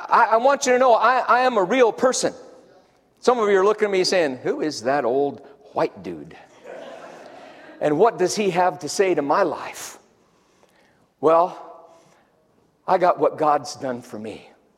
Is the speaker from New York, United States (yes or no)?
no; Denver, Colorado, United States; Well, I grew up in North Denver.